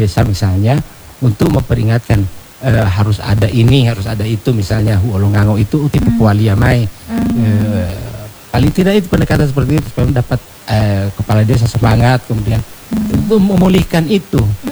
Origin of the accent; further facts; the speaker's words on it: Gorontalo, Indonesia; kita orang Gorontalo memiliki begitu beragam tradisi budaya yang mengandung nilai-nilai pengajaran yang patut dihayati dan dilestarikan oleh orang Gorontalo itu